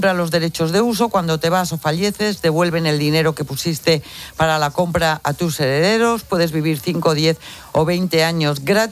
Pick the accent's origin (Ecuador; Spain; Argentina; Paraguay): Spain; Lerma, Castile and León; Que yo soy de Lerma.